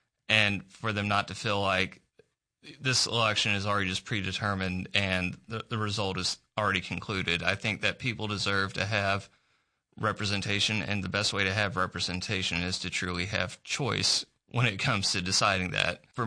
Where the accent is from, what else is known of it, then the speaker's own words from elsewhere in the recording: Little Rock, Arkansas, United States; I grew up in Little Rock and Ferndale, and my wife and I, we moved to Saline County, which is where she's originally from, in 2022.